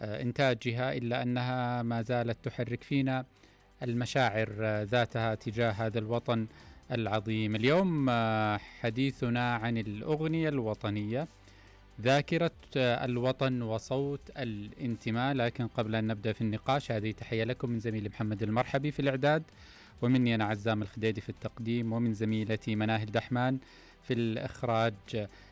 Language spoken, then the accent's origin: Arabic; Saudi Arabia; في وجداننا كسعوديين